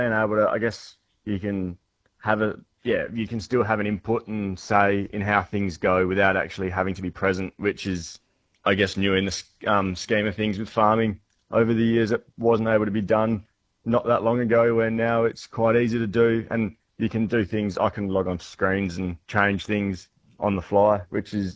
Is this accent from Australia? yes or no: yes; Western Australia, Australia; also born or lived in Perth; Grew up, born and raised in Quarter and then moved away and studied an agribusiness degree at Curtin in Perth for 3 years before coming home.